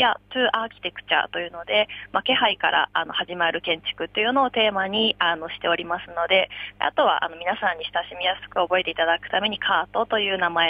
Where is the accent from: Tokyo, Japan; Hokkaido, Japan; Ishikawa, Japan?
Tokyo, Japan; Chofu; 数十年ぶりに、まあ、地元に帰ってきた時に、まあ、人の流れだとか活気をすごく感じまして、改めて調布エリアに魅力を持ったという